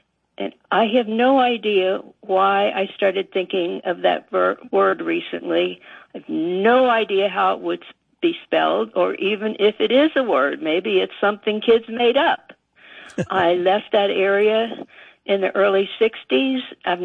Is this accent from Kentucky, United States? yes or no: yes; Covington, Kentucky, United States; now in Alexandria, United States; I grew up in Covington, Kentucky, which you probably know is across the river from Cincinnati, very German area.